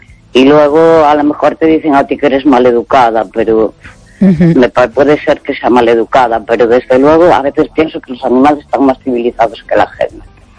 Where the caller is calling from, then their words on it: Santiago de Compostela, Galicia, Spain; de Santiago.